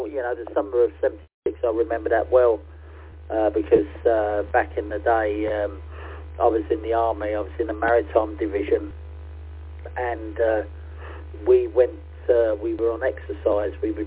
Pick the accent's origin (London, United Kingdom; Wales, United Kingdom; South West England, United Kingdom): London, United Kingdom; now in Hull, United Kingdom; I don't come from Hull, as you can most probably appreciate by my voice. I come from London. I'm an East Ender